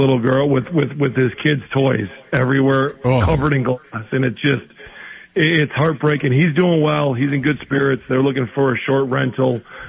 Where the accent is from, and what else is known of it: Appleton, Wisconsin, United States; born or raised there